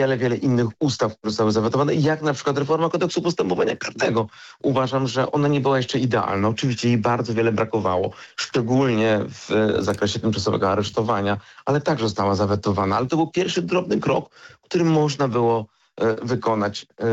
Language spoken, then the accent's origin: Polish; Kraków, Lesser Poland, Poland; Ja jestem Krakusem dziada pradziada. Ja kocham to miasto. Ja znam to miasto od podszewki.